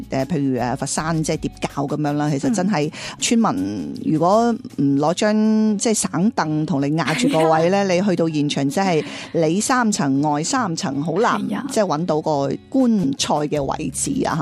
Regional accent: Taishan, Guangdong, China; born or raised there

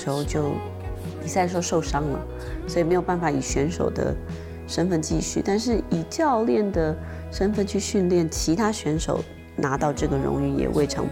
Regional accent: China; now in Mexico; 我呢是作为一个中国人

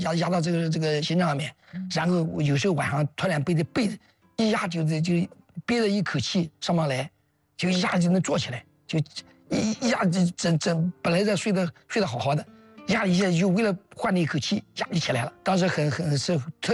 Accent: Anhui, China; 我们因为当时山南的那个军红军司令是我们安徽人，嗯，安徽人了。

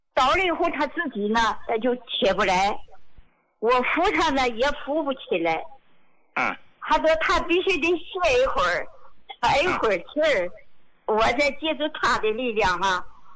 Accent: Dalian, Liaoning, China; 那我是大连人。

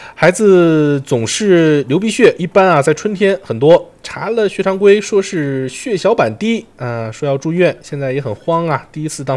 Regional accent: Xinjiang, China; 尤其像我们新疆人特别爱吃的这种烤肉啊

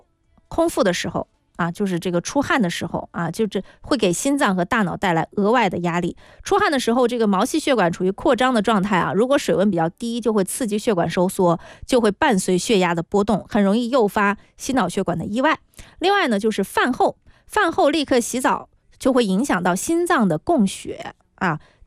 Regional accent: Guangdong, China; 咱们广东人这个应该是不太可能

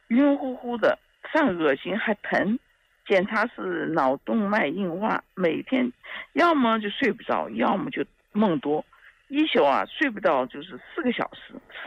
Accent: Nanjing, Jiangsu, China; 李老师，我是南京的。

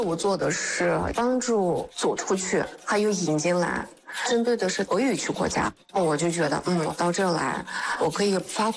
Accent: Kyrgyzstan; Chinese is a second language; moved away as an adult; now in Xinjiang, China; 我是在吉尔吉斯坦出生长大的

